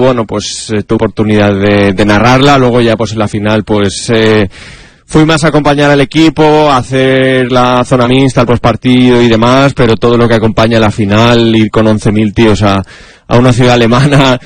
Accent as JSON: {"language": "Spanish", "town": "Villanueva de la Cañada", "region": "Community of Madrid", "country": "Spain", "tie": "born or raised there", "said": "básicamente mi pueblo es lo que es, que son, bueno, es Villanueva de la Cañada, que está pues a una media hora en coche más o menos del centro de Madrid"}